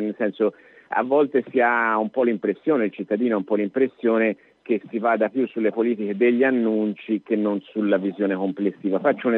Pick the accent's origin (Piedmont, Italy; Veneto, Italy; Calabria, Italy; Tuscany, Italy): Tuscany, Italy; Florence; Io tra l'altro vengo dall'Isolotto, che è un quartiere che è nato così negli anni 60